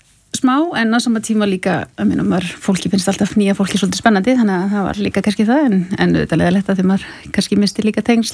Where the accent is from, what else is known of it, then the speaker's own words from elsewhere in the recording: Reykjavík, Capital Region, Iceland; also born or lived in Vestmannaeyjar; Hérna og þaðan. Vestmann er Reykjavík. Já, margir staðir í stuttan tíma.